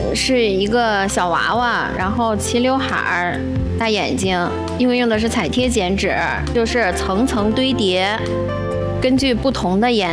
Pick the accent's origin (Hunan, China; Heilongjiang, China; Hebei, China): Hebei, China; Yutian; 因为我们玉田盛产白菜